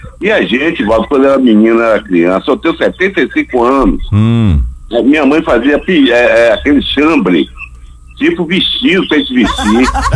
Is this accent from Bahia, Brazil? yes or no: yes; Wenceslau Guimarães, Bahia, Brazil; born there; also born or lived in Rio de Janeiro / São Paulo; now in Salvador, Brazil; Eu sou de Venceslau Guimarães, eu nasci em Venceslau Guimarães.